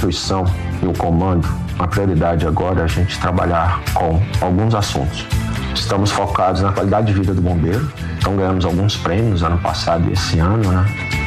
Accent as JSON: {"language": "Portuguese", "town": "Brasília", "region": "Federal District", "country": "Brazil", "tie": "born or raised there", "also_born_or_lived": "Bahia / Goiás", "said": "nascido, morava em Taguatinga, nasci no hospital de base, passei um pouco da minha infância lá em Taguatinga, depois já juventude. Morei fora de Brasília, morei 4 anos na Bahia, morei 4 anos em Goiás, mas desde 90 fixo em Brasília."}